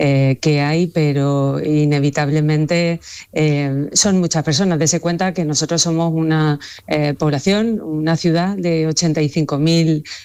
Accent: Ceuta, Spain; Los primeros afectados somos los ceutíes

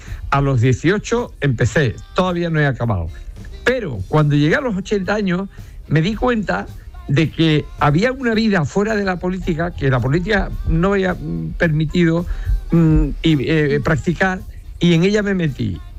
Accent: Andalusia, Spain; La patria es como la madre, pues es la que es, y mi patria es mi pueblo, y mi pueblo es el andaluz.

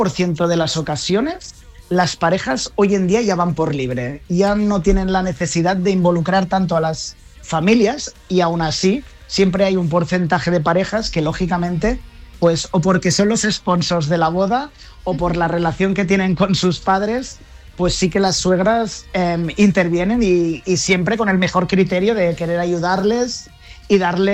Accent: Catalonia, Spain; como buenos catalanes miramos mucho el tema del presupuesto

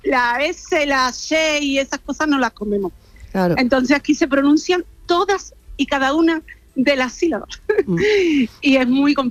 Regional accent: Seville, Andalusia, Spain; now in Germany; Yo soy de Sevilla.

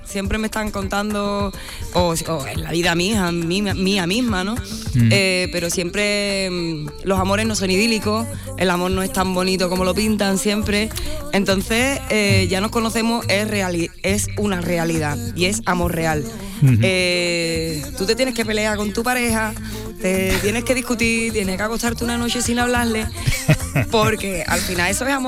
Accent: San Fernando, Andalusia, Spain; ¿de dónde soy? De uh-huh. San Fernando, Cádiz

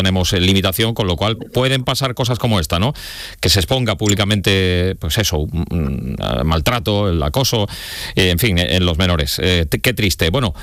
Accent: Jaén, Andalusia, Spain; Las expresiones típicas. En Jaén, por ejemplo, en mi tierra se dice la vística.

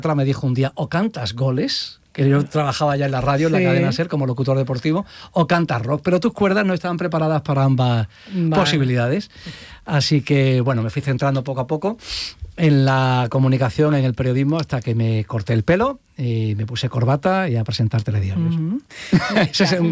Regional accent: Granada, Andalusia, Spain

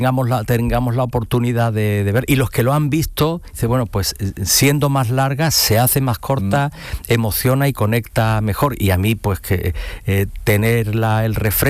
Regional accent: Seville, Andalusia, Spain; born there; now in Madrid, Spain; Y he hecho aquí mi tierra, que es Andalucía, y que bueno, yo me vine muy muy muy niño, muy jovencito a Sevilla, y aquí he rodado mucho

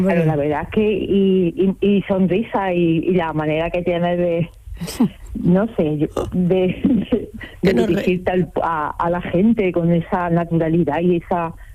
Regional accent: Jaén, Andalusia, Spain; No, soy de Jaén, me levanto muy temprano porque soy mamá de dos mellizos también, trabajo en el Ayuntamiento de Jaén

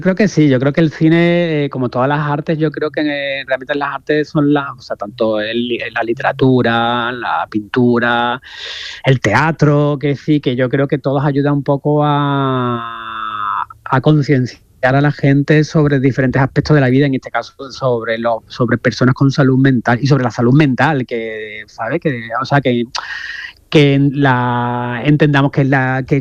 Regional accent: Andalusia, Spain; Yo soy una mezcla entre barroco, porque claro, soy andaluz.

